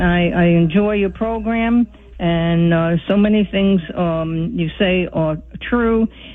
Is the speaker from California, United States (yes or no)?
no; New York City, New York, United States; Well, I grew up in Brooklyn, New York.